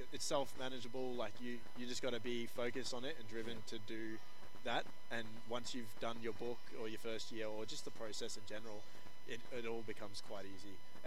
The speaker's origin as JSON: {"language": "English", "town": "Cairns", "region": "Queensland", "country": "Australia", "tie": "born or raised there", "said": "All right. I'm from Cairns, born and raised. I've been on this program before"}